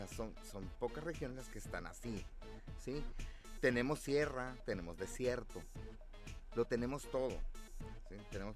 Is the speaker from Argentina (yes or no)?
no; Ensenada, Baja California, Mexico; Yo creo que a la mayoría de los ensenadenses nos pasa eso.